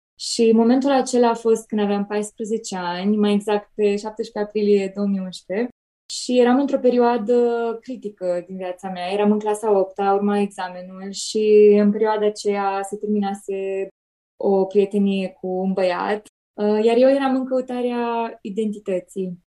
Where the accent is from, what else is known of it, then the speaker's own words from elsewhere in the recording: Piatra Neamț, Neamț County, Romania; moved away as an adult; now in Cluj-Napoca, Romania; Am 26 de ani, de curând mutată la Cluj, sunt original din Piatra Neamț